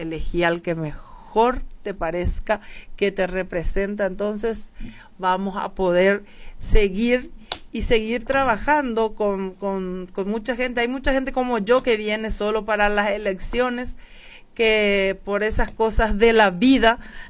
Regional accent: Carapeguá, Paraguarí, Paraguay; moved away; para mí mi patria chica es Carapeguá.

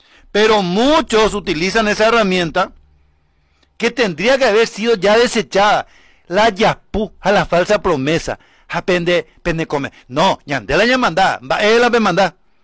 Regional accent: Paraguarí, Paraguay

